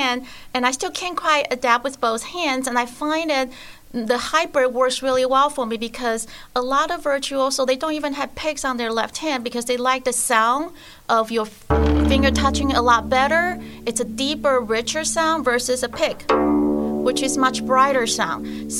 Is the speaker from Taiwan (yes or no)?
yes; Taiwan; English is a second language; I grew up in Taiwan, and I have learned this instrument when I was in Taiwan.